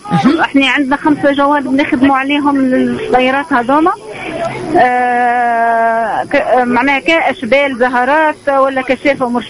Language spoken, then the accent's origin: Arabic; Chenini, Tunisia